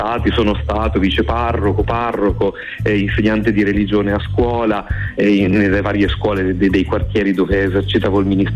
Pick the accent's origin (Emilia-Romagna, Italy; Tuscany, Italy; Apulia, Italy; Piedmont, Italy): Emilia-Romagna, Italy; Parma; moved away as an adult; also born or lived in Turkey; now in Rome, Italy; io sono nato a Parma, quindi frequentavo la mia parrocchia di Parma, sono entrato nel seminario minore di Parma, sono passato poi a quello maggiore di Parma